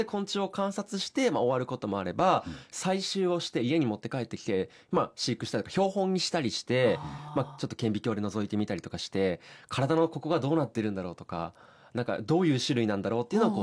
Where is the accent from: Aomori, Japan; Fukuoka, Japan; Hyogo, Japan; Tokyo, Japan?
Hyogo, Japan; 地元が兵庫県なんですけど